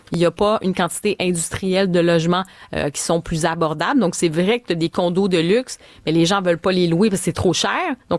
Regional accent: Montreal, Quebec, Canada; Moi j'ai grandi à Montréal, puis on a grandi, puis j'étais pas dans une grande maison là. Il y a des périodes, je veux dire, on a vécu dans des appartements à Montréal, dans des quartiers. J'ai grandi dans le quartier Côte-des-Neiges, j'ai habité à Hunsic

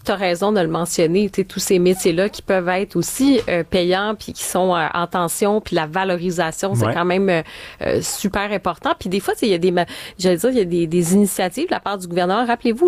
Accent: Montreal, Quebec, Canada; moi, j'ai grandi à Montréal

